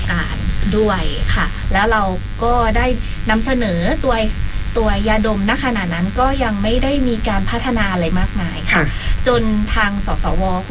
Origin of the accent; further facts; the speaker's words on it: Phuket, Thailand; ภูเก็ตบ้านเรานี่เองค่ะ